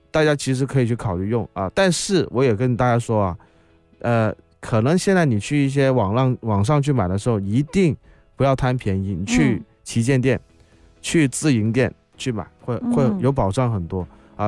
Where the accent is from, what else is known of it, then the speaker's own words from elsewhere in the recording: Guangdong, China; 我们广东话